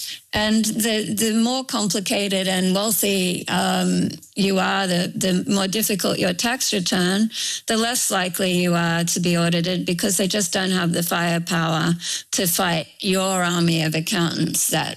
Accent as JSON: {"language": "English", "town": "Sydney", "region": "New South Wales", "country": "Australia", "tie": "born or raised there", "said": "because my hometown paper, the Sydney Morning Herald, recruited a class of cadet reporters every year."}